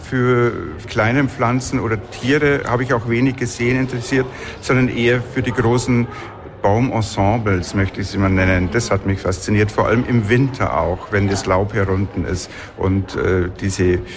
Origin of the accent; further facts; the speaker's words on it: Ingolstadt, Bavaria, Germany; now in Munich, Germany; lebe ja in München und war seit Jahrzehnte dann nicht mehr dort und ich habe ihn eigentlich ganz neu entdeckt. Und mich zieht's halt als Münchner immer wieder in meine alte Heimat